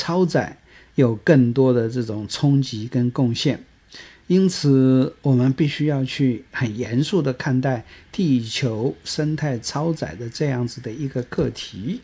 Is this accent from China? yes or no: no; Taiwan; 所以如果说我们现在全球的人都跟我们台湾人现在的生活方式是一样的